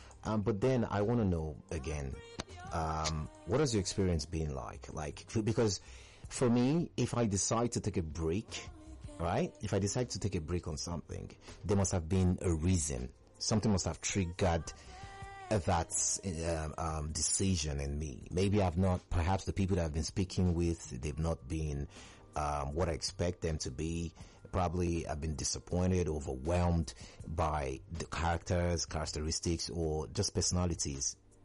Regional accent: Edo, Nigeria; I'm from Edo State as well.

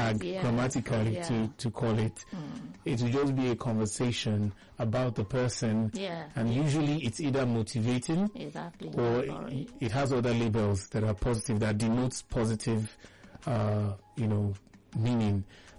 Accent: Nigeria; English is a second language; We're classed as English being the second. Our mother tongue is, Nigeria is classed as a country with first language being the mother tongue. Then English is like second.

